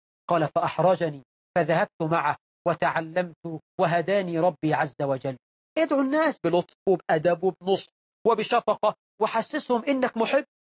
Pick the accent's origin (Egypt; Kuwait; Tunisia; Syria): Egypt; وطيب عندنا في عرفنا كمصريين يعني ملوش كلمة.